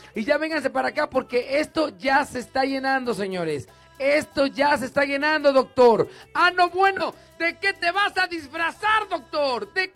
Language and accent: Spanish; Mexico; somos mexicanos y aguantamos vara.